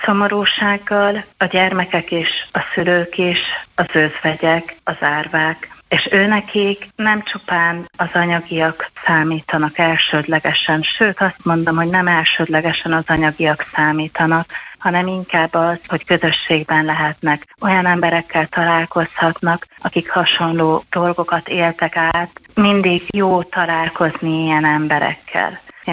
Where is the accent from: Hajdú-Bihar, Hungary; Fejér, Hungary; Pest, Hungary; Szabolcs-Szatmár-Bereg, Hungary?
Pest, Hungary; Vác; born or raised there